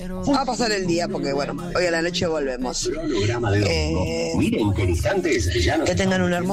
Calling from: Buenos Aires, Argentina; de Parque Patricios.

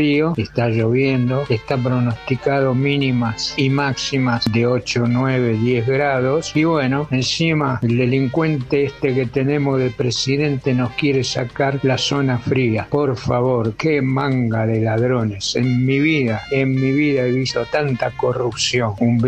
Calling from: Mar del Plata, Buenos Aires Province, Argentina; de Mar del Plata.

